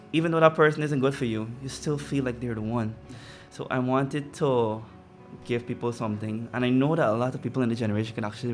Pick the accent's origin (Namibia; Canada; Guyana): Guyana; Agricola, Demerara-Mahaica; born there; also born or lived in Diamond, Guyana; Yeah, I grew up in Agricola. Uh-huh. Yeah, very small, and then like around 10, I moved to Hurstellin